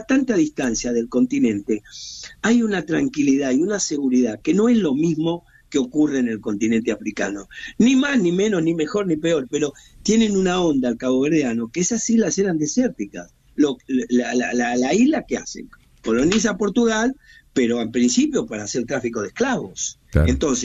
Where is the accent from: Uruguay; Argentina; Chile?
Argentina; Avellaneda, Buenos Aires Province; born there; Nací en Avellaneda, en el Fiorito.